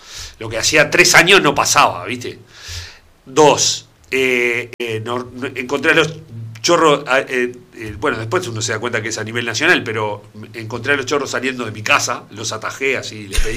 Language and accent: Spanish; Montevideo, Uruguay; moved away as an adult; now in Maldonado, Uruguay; yo soy montevideano, Nando, nací en 18 de julio